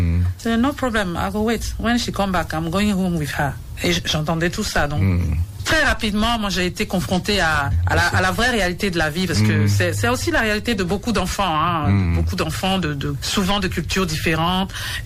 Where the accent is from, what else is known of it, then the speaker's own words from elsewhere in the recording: Benin; Évidemment, en tant que béninoise et femme, mais il y a des choses différentes.